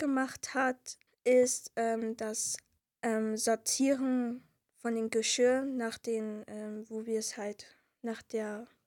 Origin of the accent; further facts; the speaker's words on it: Berlin, Germany; now in Rostock, Germany; ich bin 15 Jahre alt. Ich komme aus Berlin, aber ich wohne in Rostock.